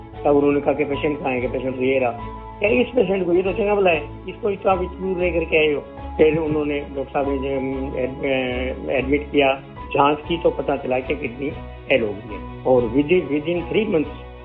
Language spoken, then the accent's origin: Hindi; Hanumangarh, Rajasthan, India; मैं हनुमानगढ़ राजस्थान का रहने वाला हूँ।